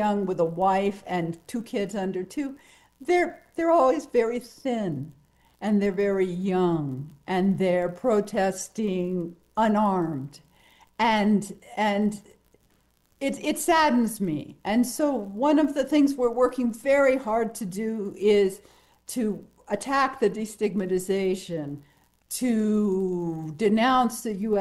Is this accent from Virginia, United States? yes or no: yes; Virginia, United States; I'd like to share my solidarity because I am also from Virginia.